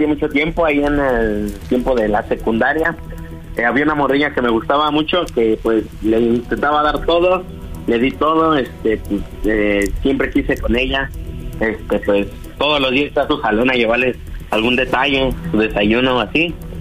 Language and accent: Spanish; Ecatepec de Morelos, State of Mexico, Mexico; Tengo 19 años, me llamo aquí del Ecatepec de Morelos.